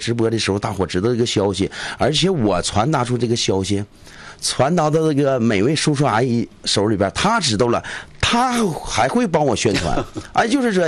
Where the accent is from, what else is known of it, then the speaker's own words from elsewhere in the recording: Gongzhuling, Jilin, China; 我这6万粉丝全是我们家乡周边的，全是地域粉丝，都是我附近的，就是除吉林省的基本上都没有啊，而且都是我们公主岭附近的